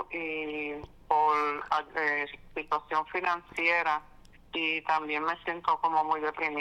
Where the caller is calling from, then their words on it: New York, United States; yo soy del Bronx, New York.